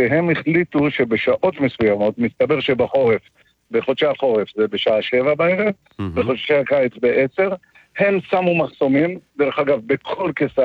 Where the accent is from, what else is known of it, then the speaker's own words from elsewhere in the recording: Or Akiva, Haifa District, Israel; תראה, אני יליד אור עקיבא. נולדתי, גדלתי בעיר הזאת. המשפחה שלי מקימי העיר.